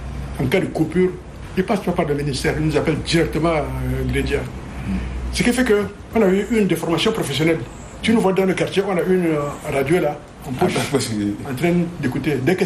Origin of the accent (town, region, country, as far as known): Romania